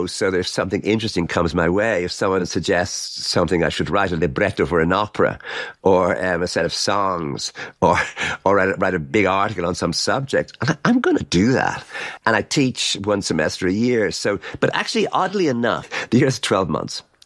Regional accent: Ireland; moved away as an adult; now in United States

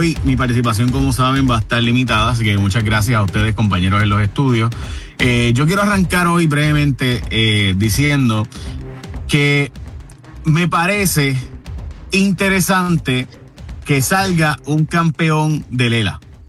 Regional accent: Puerto Rico; La verdad es que los puertorriqueños quieren una unión permanente con Estados Unidos, pero seguir siendo puertorriqueños y no pagar los impuestos federales. O sea, nosotros queremos lo mejor de los dos mundos.

